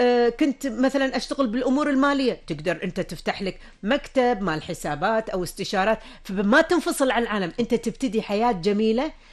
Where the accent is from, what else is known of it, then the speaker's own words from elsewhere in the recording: Kuwait; التطوع مفتوح عندنا بالكويت في كل مكان